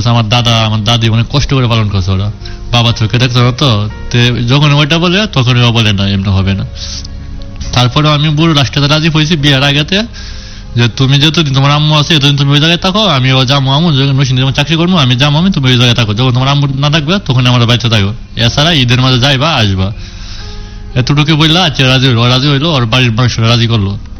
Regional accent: Kendua, Mymensingh Division, Bangladesh; নেত্রকোণাতে কেন্দ্র থানা, ওই জায়গা থেকে আসছে। বলতে আমার ছোট থাকতে জন্ম হয়ে আমার মায়ের 9 মাসের তোয়া আমার দাদির কাছে রাইকা চলে গেছিল বলতে গার্মেন্টসে।

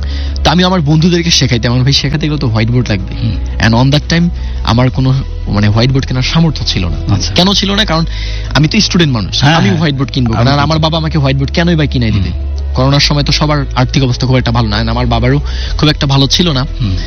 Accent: Nilphamari, Rangpur Division, Bangladesh; আমার দেশের বাসা হচ্ছে নীলফামারীতে।

